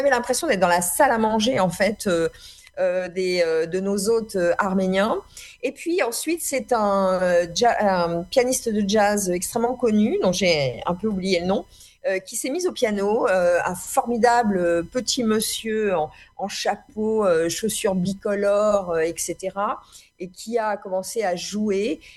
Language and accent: French; France; moi, en tant que Française d'origine arménienne